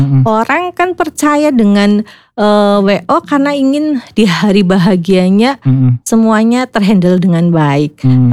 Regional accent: Purbalingga, Central Java, Indonesia; Silakan, saya dari Purbalingga.

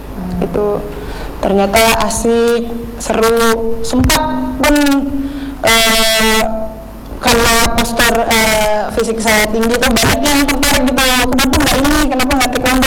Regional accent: Medan, North Sumatra, Indonesia; moved away as an adult; now in Biak, Indonesia; kebetulan saya orang Sumatera Utara Medan.

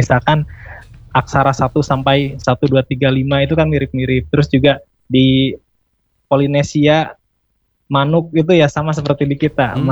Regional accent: Indonesia

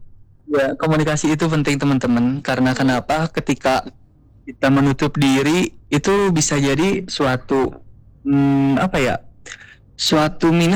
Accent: Cimahi, West Java, Indonesia; Kalau aku orang Cimahi asli kak.

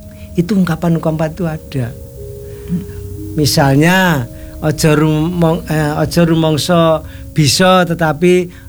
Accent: Java, Indonesia; Tetapi kita dengan cara kita masing-masing sebagai orang Jawa

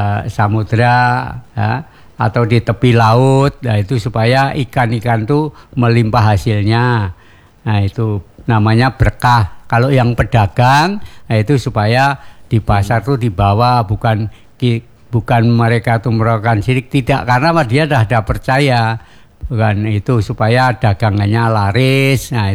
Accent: Java, Indonesia; born there; moved away; also born or lived in Yogyakarta / Surakarta; pada waktu kecil kami masih di Jogja atau masih di Solo

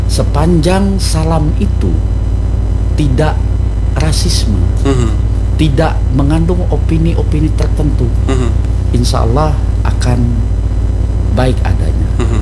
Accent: Bakumpai area, Indonesia; Kita orang suku Dayak Bakumpai ini memiliki toleransi yang luar biasa.

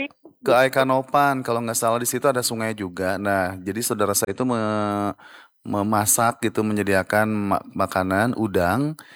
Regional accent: Bandung, West Java, Indonesia; born there; now in Medan, Indonesia; Kalau saya dulu sih waktu SD gitu ya, waktu di Bandung ya.

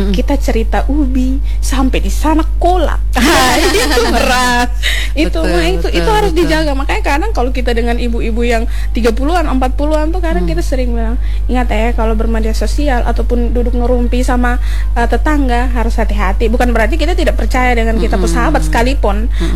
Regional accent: East Nusa Tenggara, Indonesia; untuk kita warga NTT

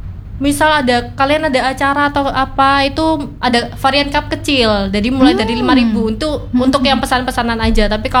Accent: Surabaya, East Java, Indonesia; jadi sebagai orang Surabaya aku sangat terbantu kayak gitu.

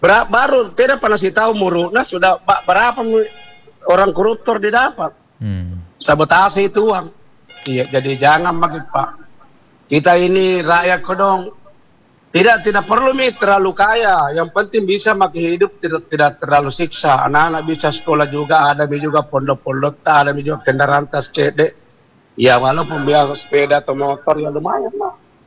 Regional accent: South Sulawesi, Indonesia; Karena memang di dalam kita orang Bugis Makassar itu ada memang di dalam hancurnya sebuah negara

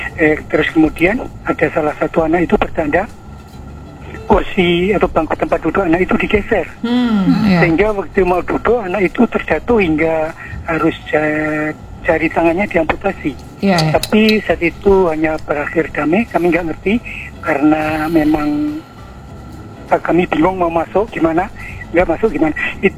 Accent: Poso, Central Sulawesi, Indonesia; ini kebetulan saya dari Poso banget ya, dari Pulau Rimo.

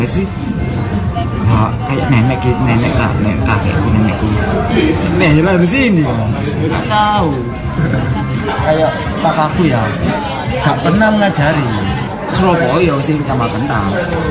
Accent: Indonesia; born there; Tapi aku kelahir Indonesia.

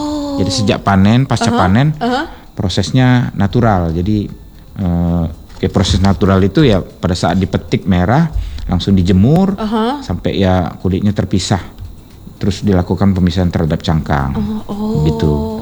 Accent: Palembang, South Sumatra, Indonesia; Iya, lahir di Palembang.

